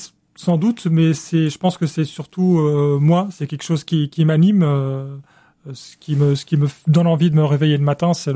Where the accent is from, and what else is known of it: Cairo, Cairo Governorate, Egypt; born or raised there; now in Limoges, France